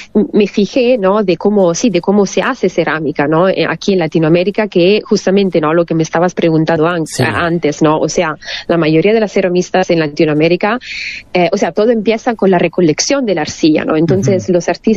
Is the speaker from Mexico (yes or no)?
no; Italy; born there; Spanish is a second language; now in Turin, Italy; Cuando volví a Italia fue bajar al río de mi pueblito, no de Torino, sino de donde originariamente, donde sí. nací